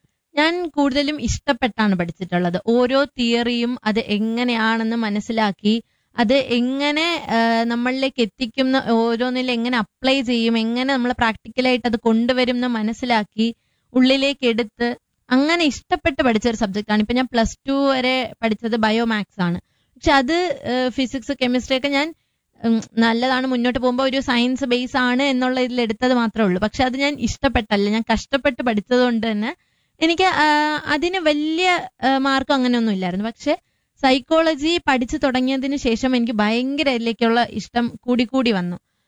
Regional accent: Vattiyoorkavu, Kerala, India; എന്റെ സ്ഥലം വട്ടിയൂർക്കാവാണ്

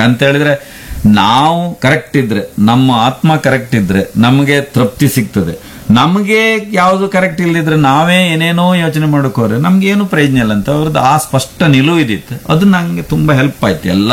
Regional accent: Karnataka, India; born there; moved away as an adult; also born or lived in Delhi / Bangalore; ಹುಟ್ಟಿದಲ್ಲಿಗೆ ವಾಪಸ್ ಬಂದಿದ್ದೇನೆ, ಅದೇ ನಮ್ಮನೆ ಆಯ್ಕಂತ ಇದೇನು.

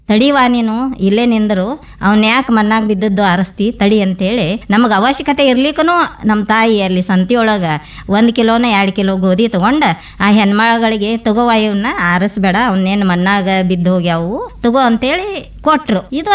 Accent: Ramdurg, Karnataka, India; now in Sulebhavi, India; ನಮ್ಮೂರು ರಾಮದುರ್ಗ, ನನ್ನ ಹುಟ್ಟೂರು ರಾಮದುರ್ಗ ಅಂತೇಳಿ ಹೆಮ್ಮೆಯಿಂದ ಹೇಳ್ತೀನಿ ನಾನು.

